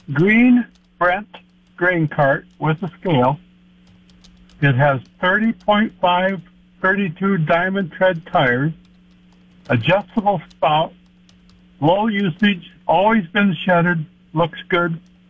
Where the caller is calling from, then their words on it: Ringsted, Iowa, United States; from Ringstead, Iowa.